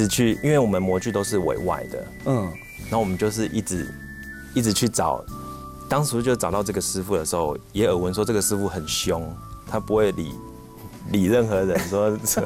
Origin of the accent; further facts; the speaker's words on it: Yingge, New Taipei, Taiwan; 因为从小都玩到大， 对， 都在莺歌